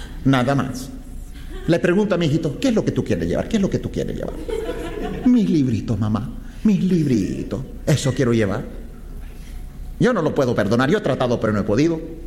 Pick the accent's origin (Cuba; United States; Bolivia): Cuba; moved away as an adult; Nosotros estamos bien plantados en Cuba. Éramos de clase media. No queríamos ni visitar Miami, no. Salimos de Cuba en 1960.